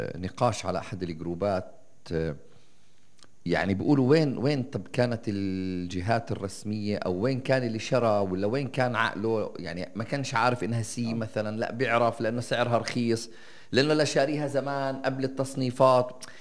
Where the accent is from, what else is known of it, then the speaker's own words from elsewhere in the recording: Palestine; إحنا كفلسطينيين يعني بدك تعمل إجراء معين